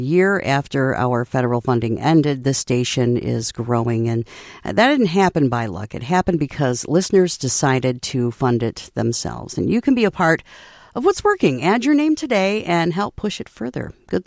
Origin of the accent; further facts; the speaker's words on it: Houghton Lake, Michigan, United States; my hometown, Houlton Lake.